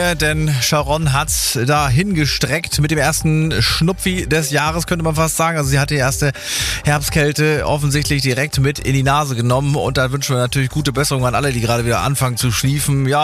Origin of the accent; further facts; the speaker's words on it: Schleswig-Holstein, Germany; Diese Klänge sind einem als Schleswig-Holsteiner bekannt.